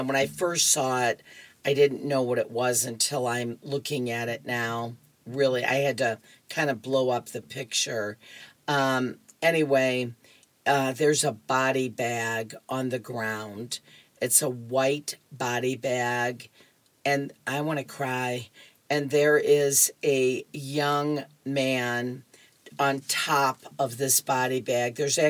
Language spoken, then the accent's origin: English; Chicago, Illinois, United States; because I was from the South Side originally.